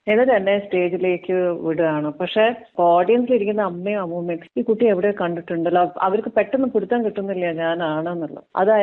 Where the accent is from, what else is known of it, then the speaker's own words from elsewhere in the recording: Dubai, United Arab Emirates; ഞാൻ ജനിച്ചു വളർന്ന ദുബായിലാണ്.